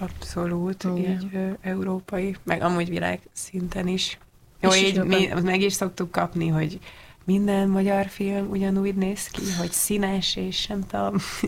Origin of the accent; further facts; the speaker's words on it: Hungary; hogy így honnan jössz, Magyarországról jössz, akkor mindig meg kell beszélni, hogy miért úgy